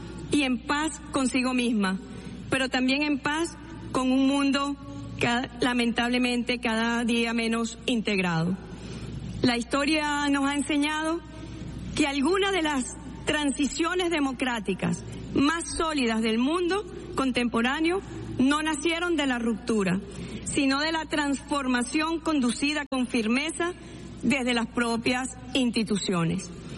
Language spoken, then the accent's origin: Spanish; Venezuela; las diferencias que como venezolanos tenemos, buscando siempre un horizonte a favor del país.